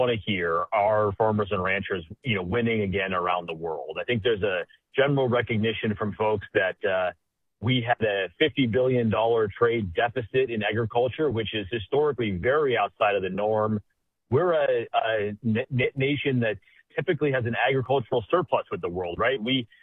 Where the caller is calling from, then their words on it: Kentucky, United States; And I am calling in from Kentucky.